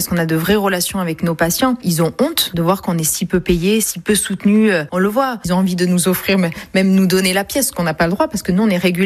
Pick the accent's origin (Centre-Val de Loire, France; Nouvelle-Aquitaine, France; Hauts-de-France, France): Nouvelle-Aquitaine, France; Pessac; born there; Et je suis surtout girondine, parce que je suis née à Pessac.